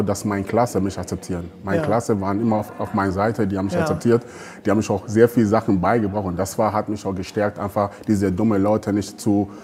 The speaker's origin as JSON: {"language": "German", "country": "Ghana", "moved": "yes", "lives_now": "Gelsenkirchen, Germany", "said": "jeder denkt, klar … kommt aus Ghana, aber trotzdem fühle ich mich wirklich sehr, sehr wohl hier in diesem Ruhrgebiet"}